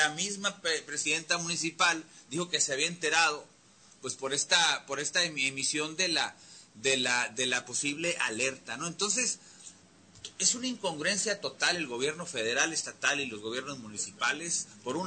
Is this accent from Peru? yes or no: no; Mexico; como mexicano quisiera que las autoridades mexicanas llevaran a cabo este tipo de procesos